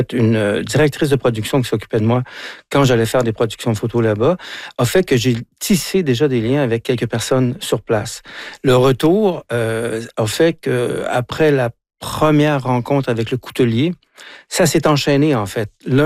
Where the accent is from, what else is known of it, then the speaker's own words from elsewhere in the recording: Quebec, Canada; also born or lived in Paris region, France; Moi, pendant mes vacances, j'étais un Parisien parce que j'habitais à la région de Paris. Sauf que maintenant, j'y vais en tant que Québécois